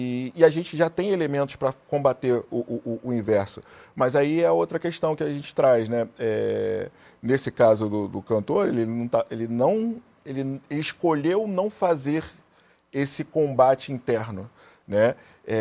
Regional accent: Rio de Janeiro, Brazil; Eu sou carioca, então carioca fala palavrão.

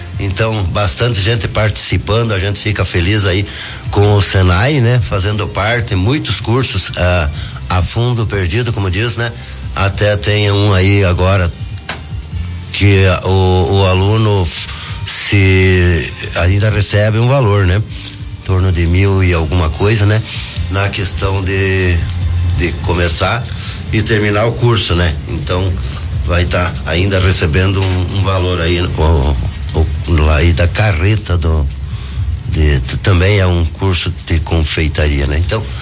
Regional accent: Mallet, Paraná, Brazil; sou nascido e criado aqui no Malé, né?

